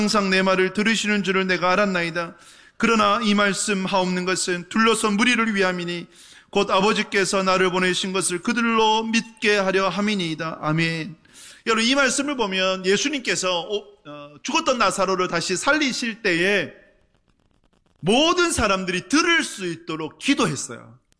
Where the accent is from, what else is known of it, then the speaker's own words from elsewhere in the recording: Cheongsong, North Gyeongsang, South Korea; moved away; 제 고향이 이제 청송이니까